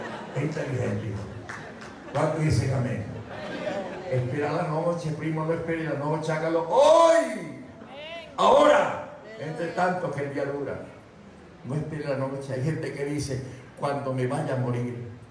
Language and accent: Spanish; El Salvador; born there; Porque aquí nacimos nosotros en El Salvador.